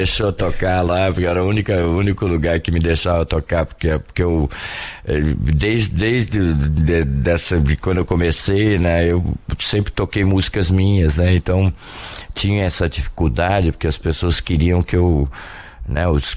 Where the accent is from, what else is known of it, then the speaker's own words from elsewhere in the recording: Ribeirão Preto, São Paulo, Brazil; Sou, nasci em Ribeirão, comecei minha carreira lá